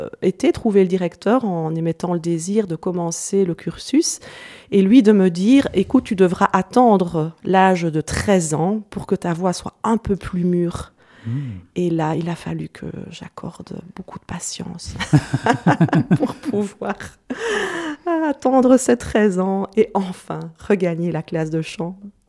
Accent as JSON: {"language": "French", "town": "Sambreville", "region": "Wallonia", "country": "Belgium", "tie": "born or raised there", "said": "j'ai grandi à Sambreville, dans le village d'Arcimon. Alors, donc, le village se situe dans la commune de Sambreville, exactement entre Namur et Charleroi."}